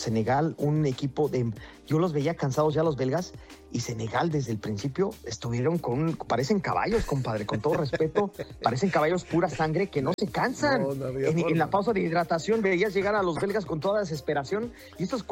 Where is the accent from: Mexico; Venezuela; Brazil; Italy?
Mexico; Yo te digo, sí, sí, como mexicano prefería a los de Inglaterra a Congo